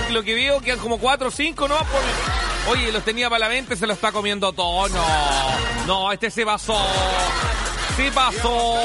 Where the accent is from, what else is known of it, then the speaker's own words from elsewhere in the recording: Valdivia, Los Ríos, Chile; porque como yo soy del sur, soy de Valdivia. En Valdivia, no. Valdivia es tan cambiante, amigo, allá llueve.